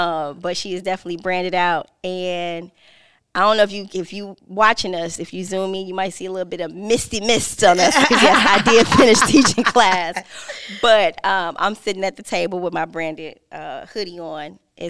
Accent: Chicago, Illinois, United States; So I was born originally from Chicago, Southside.

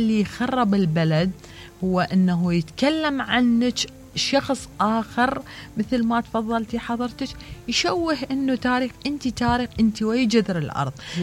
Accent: Iraq; أنا أحدى النساء العراقيات اللي أفتخر كوني عراقية ومندائية وأنتمي لهذا البلد العريق.

